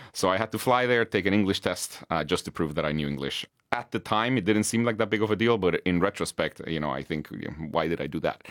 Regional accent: Guatemala; English is a second language; moved away as an adult; also born or lived in United States; now in United Kingdom; And my country in Guatemala

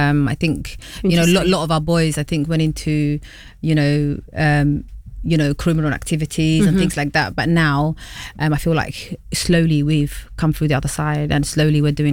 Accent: United Kingdom; We're British, we're mingling with everybody.

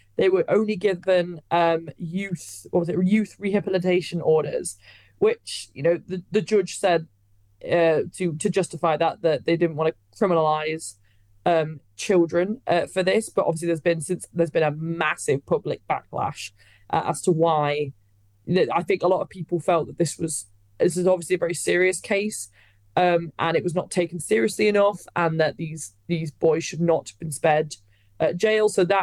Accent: United Kingdom; we can all kind of know as the British people that summers have been getting hotter and hotter

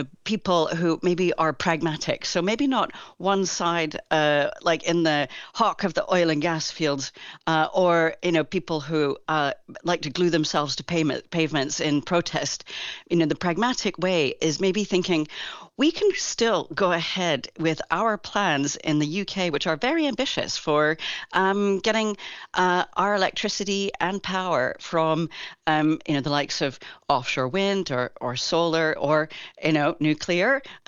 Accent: Kelowna, British Columbia, Canada; And I mean, I'm from Kelowna. I just spoke to my mom in Canada

